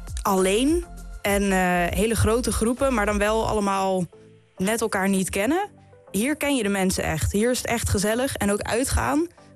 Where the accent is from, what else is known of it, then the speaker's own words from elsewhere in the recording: Rotterdam, South Holland, Netherlands; moved away as an adult; now in Venlo, Netherlands; Ik kom uit Rotterdam eigenlijk. Maar ik ben sinds dit jaar in Venlo komen wonen